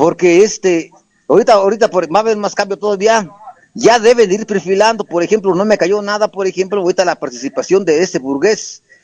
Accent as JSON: {"language": "Spanish", "country": "Mexico"}